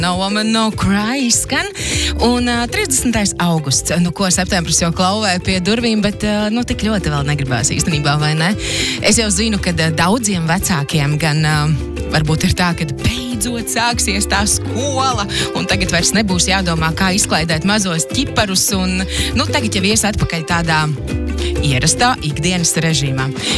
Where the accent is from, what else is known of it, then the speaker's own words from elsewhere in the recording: Ventspils, Courland, Latvia; Es tikai pieminēju, ka es pat esmu no Ventspils. Jā, esmu dzimusi un augusi Ventspilī.